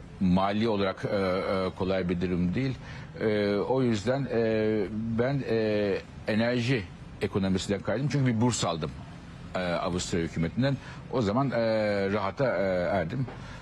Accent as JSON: {"language": "Turkish", "region": "Ankara", "country": "Turkey", "tie": "born or raised there", "also_born_or_lived": "Istanbul / Vienna", "moved": "as an adult", "said": "ben Ankara'da doğdum. Ankara Koleji var Ankara'da, orada eğitim yaptım."}